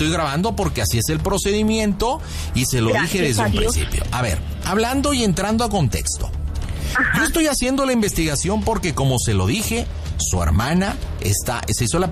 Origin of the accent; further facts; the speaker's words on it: Nuevo León, Mexico; me está criticando porque soy una persona nacida en Nuevo León, soy regia, soy fuerte, soy contundente.